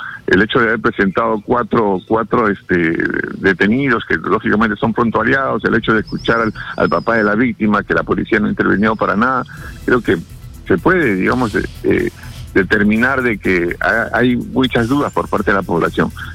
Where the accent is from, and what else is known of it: Peru